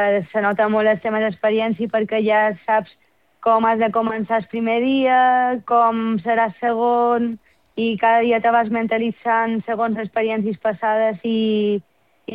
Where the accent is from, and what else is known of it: Palma, Balearic Islands, Spain; born there